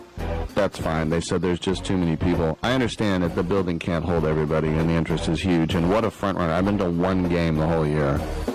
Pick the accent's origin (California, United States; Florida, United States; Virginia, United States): California, United States; I'm from the Bay Area.